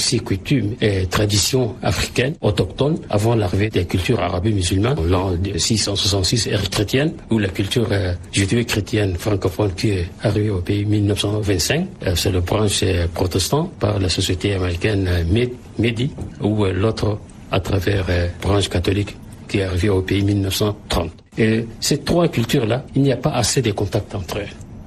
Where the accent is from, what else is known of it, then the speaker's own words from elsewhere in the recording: Bardaï, Tibesti, Chad; Moi, j'ai dit, moi, je suis Tchadien. Je suis de Bardaï, j'ai dit, moi, je suis Tchadien.